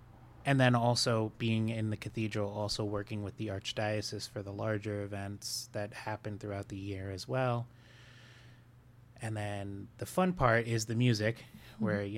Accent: New York, United States; now in Louisiana, United States; I did grad. I did all my schooling in New York.

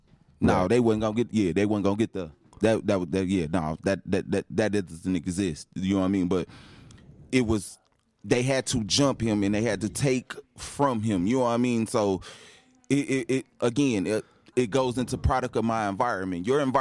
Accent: Chicago, Illinois, United States; I come from Chicago

